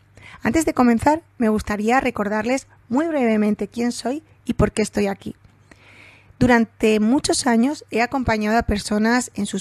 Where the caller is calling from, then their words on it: Balearic Islands, Spain; Un placer saludarlos desde España, aquí en Mallorca, Islas Baleares.